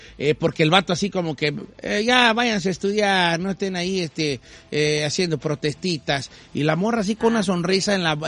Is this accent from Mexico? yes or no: yes; Mexico; Pero somos mexicanos, nosotros, vale.